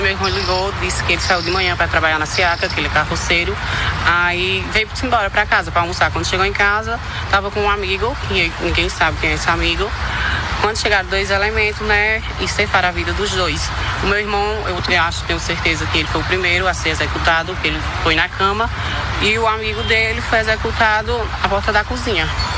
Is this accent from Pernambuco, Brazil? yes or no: yes; São Bento do Una, Pernambuco, Brazil; Nós somos de São Bento do Uno, na Vila do Espírito Santo, município de São Bento, né?